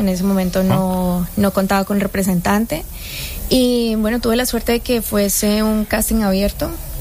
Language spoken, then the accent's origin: Spanish; Colombia; Sí, soy colombiana